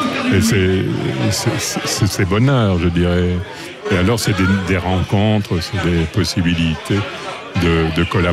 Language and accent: French; Fleurus, Wallonia, Belgium; born or raised there